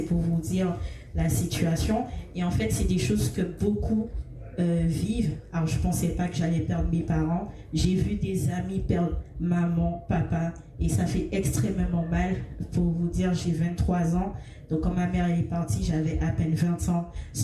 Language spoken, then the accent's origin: French; Martinique; Je suis de la Martinique.